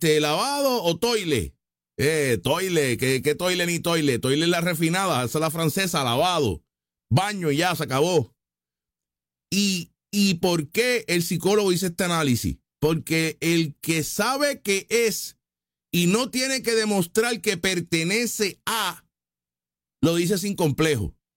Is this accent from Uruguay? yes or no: no; Puerto Rico; yo soy puertorriqueño como la R, que pues como carro